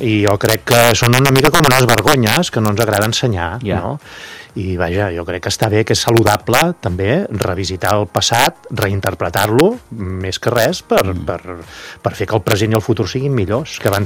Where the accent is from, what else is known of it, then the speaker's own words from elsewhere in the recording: Mataró, Catalonia, Spain; sóc del Maresme, sóc de Mataró.